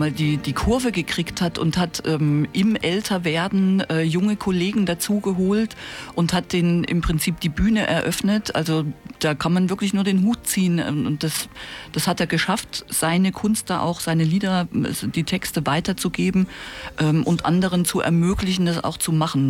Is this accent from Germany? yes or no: yes; East Germany, Germany